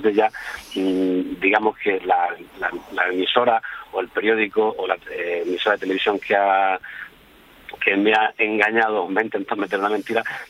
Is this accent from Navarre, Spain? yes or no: no; Region of Murcia, Spain; Perdona que te diga Ángeles porque yo soy murciano, entonces no es eso del castellano.